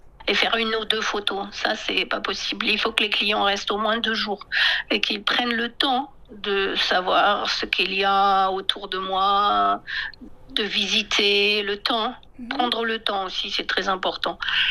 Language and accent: French; France